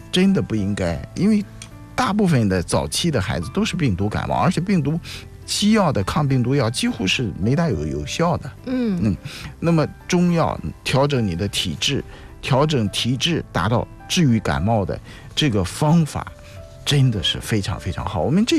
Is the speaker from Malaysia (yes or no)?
no; China; 我们中国人